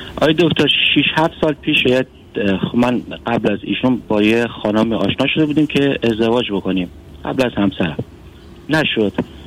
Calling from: Iran; چون از ایران تماس میگیرم.

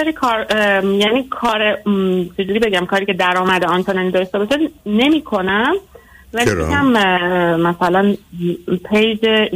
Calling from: Iran; من از ایران هستم.

